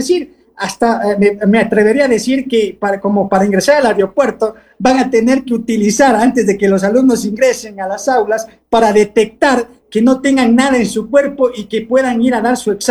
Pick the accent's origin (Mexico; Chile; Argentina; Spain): Argentina; quienes somos argentinos, ahí venían los argentinos, no sacamos esa nota jamás, dicen.